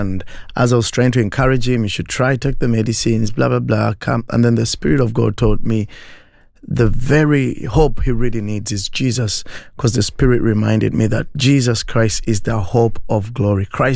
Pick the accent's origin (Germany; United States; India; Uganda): Uganda; I'm from Uganda. I'm a pastor serving in a very local church in a small village called Busika, in a village called Chibanga.